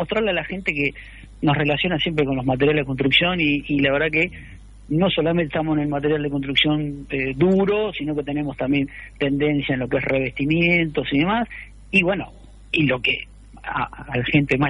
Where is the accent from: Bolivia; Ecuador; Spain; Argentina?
Argentina; Jacinto Arauz, La Pampa; Mis raíces son de la zona, vengo de Jacinto Arauz, de raíz.